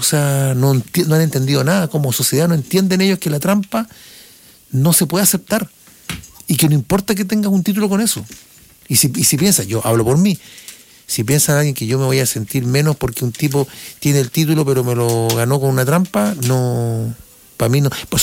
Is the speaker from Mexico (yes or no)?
no; Chile; nosotros, como chilenos.